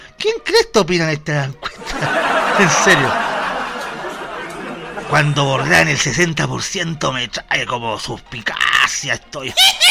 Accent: Estación Central, Santiago Metropolitan Region, Chile; Yo soy de Estación Central

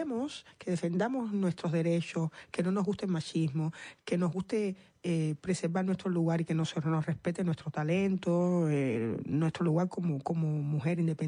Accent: Cuba; Por supuesto, somos cubanas, caribeñas, somos sensuales

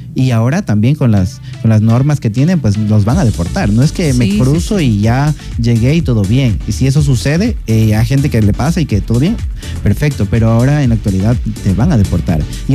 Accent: Ecuador; para nosotros como ecuatorianos

